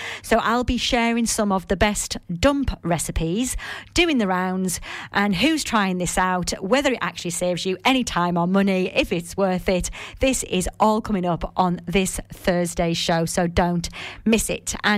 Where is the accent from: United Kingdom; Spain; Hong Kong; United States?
United Kingdom; Northern England; accent: northern; Don't I say that well in my nice northern accent?